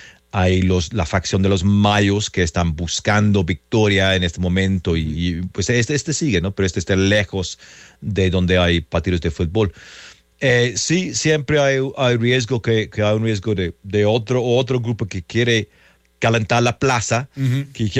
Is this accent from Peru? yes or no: no; England, United Kingdom; now in Mexico; Yo, como soy de Inglaterra